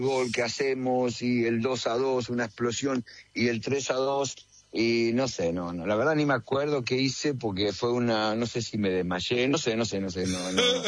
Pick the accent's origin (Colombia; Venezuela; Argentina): Argentina; Hoy somos todos Argentina, hoy yo me encuentro